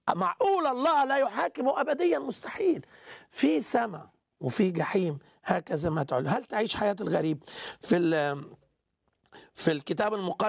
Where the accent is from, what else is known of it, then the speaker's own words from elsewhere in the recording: Egypt; أنا باسبوري مصري